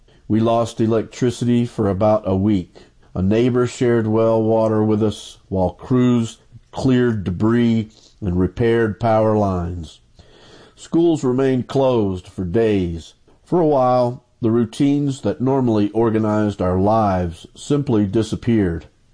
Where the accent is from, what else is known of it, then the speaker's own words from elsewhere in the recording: Goodwell, Oklahoma, United States; from Goodwill, Oklahoma, for the HPPR Radio Readers Book Club's 2026 Fall Read.